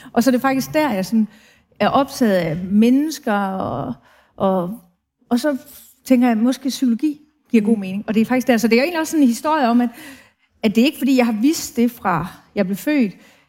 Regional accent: Brønderslev, North Denmark Region, Denmark; Jeg er oprindeligt fra den nordligste del af Jylland. Ude på landet.

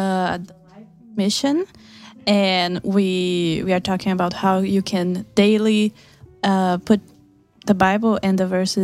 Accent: Brazil; English is a second language; I'm from Brazil.

